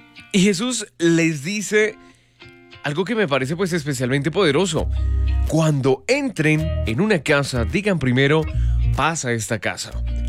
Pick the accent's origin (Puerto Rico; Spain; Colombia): Colombia; Como buen colombiano hay que levantarse, sacudirse un poco el polvo.